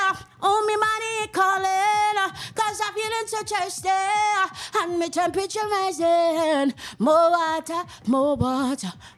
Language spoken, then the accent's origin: English; Camden Park, St. Vincent & Grenadines; moved away; I come from Camden Park originally.